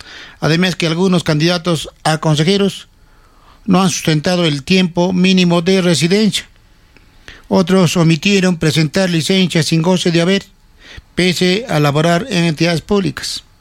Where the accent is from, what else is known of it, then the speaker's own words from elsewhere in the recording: Arequipa, Peru; born there; En mi Tito, donde yo nací